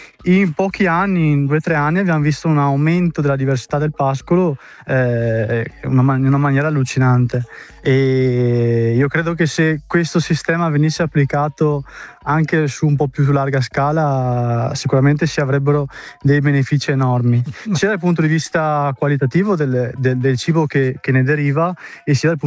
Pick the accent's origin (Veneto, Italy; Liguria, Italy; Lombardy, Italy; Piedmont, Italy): Veneto, Italy; Badia Calavena; Io sono di Badia Calavena.